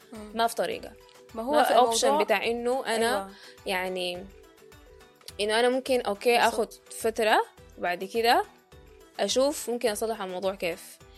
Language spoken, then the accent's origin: Arabic; Sudan; moved away as an adult; عندنا في السودان لما حصلت الحرب